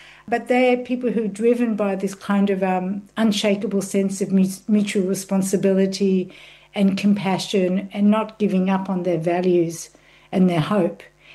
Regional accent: Australia; moved away as an adult; also born or lived in Israel; I'm an Australian Israeli. I lived in Israel for 8 years.

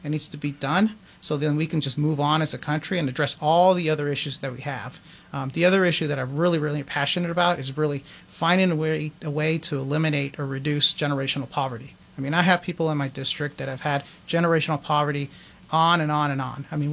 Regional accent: Guatemala; now in United States; I mean, my family and I came here from Guatemala. We waited over 20 years to become citizens.

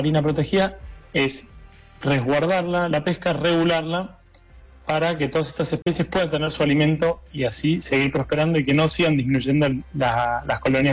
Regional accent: Buenos Aires Province, Argentina; De las afueras de Buenos Aires.

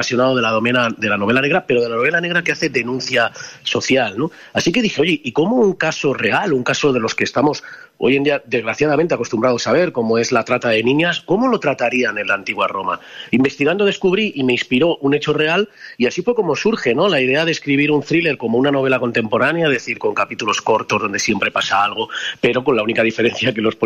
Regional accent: Madrid, Community of Madrid, Spain; yo soy de Madrid

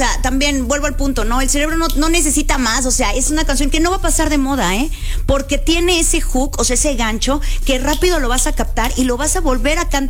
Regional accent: Mexico; qué bonito como latinoamericanos y como mexicanos, qué bonita afición

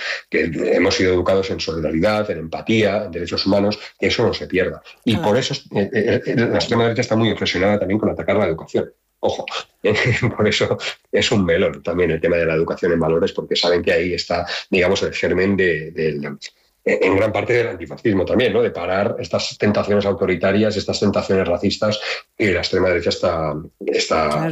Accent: Valencian Community, Spain; yo soy valenciano

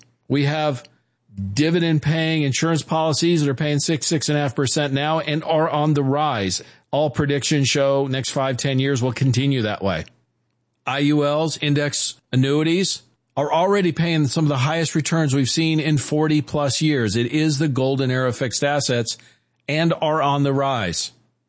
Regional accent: Kansas City, Missouri, United States; born there; I'm like, "No, I was born in Kansas City, Missouri." So I'm as American as it comes, but I am half Hungarian, my dad's heritage

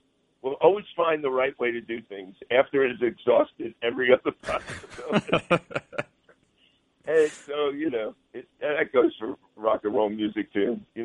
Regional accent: New Jersey, United States; I would love to play my home state of New Jersey.

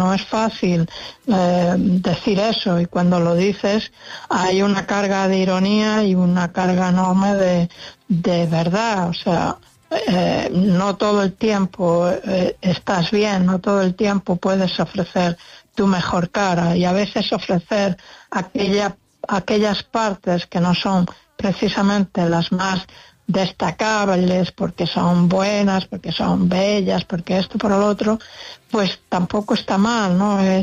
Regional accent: Asturias, Spain; also born or lived in Galicia; yo soy gallega de nacimiento y toda mi, aún viviendo en Asturias, hasta los 16 años, todas mis vacaciones han sido en Coruña.

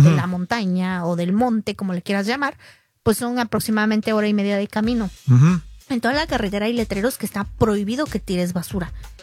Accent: Capulálpam de Méndez, Oaxaca, Mexico; born there; moved away; mi pueblo, tu pueblo, Capulalpan de Méndez.

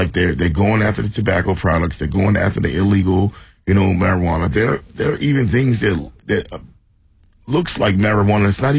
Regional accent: Baltimore, Maryland, United States; me, myself, born and raised in East Baltimore and growing up in certain environments

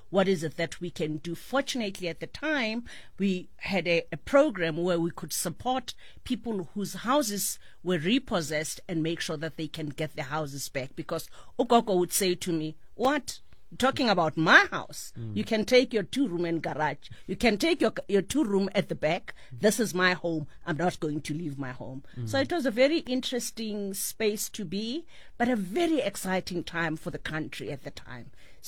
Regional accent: South Africa; I think our strength as a country is our people.

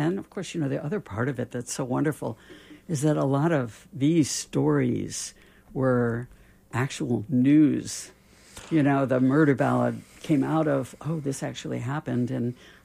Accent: New York, United States; I grew up in New York and we didn't have a country station until later

